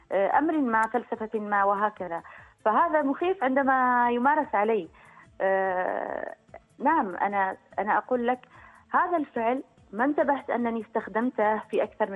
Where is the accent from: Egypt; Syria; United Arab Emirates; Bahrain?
United Arab Emirates; كلمة عربية فصيحة تستخدم في لهجتنا في الإمارات